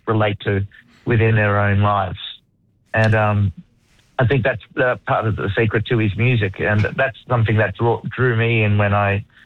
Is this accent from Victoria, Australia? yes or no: no; Sydney, New South Wales, Australia; Yeah, I'm actually from Sydney